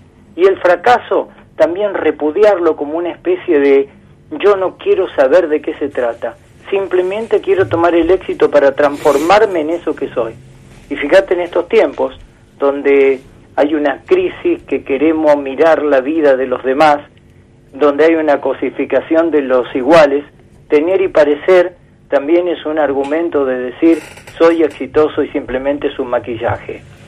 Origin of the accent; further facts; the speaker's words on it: Argentina; cómo somos los argentinos